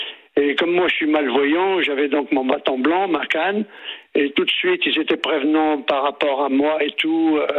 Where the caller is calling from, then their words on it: Pays de la Loire, France; J'habite en Vendée.